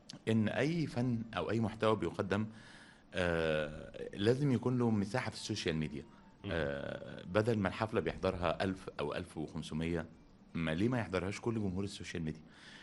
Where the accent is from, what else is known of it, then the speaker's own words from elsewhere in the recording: Egypt; المغنيين اللي احنا تربينا عليهم في مصر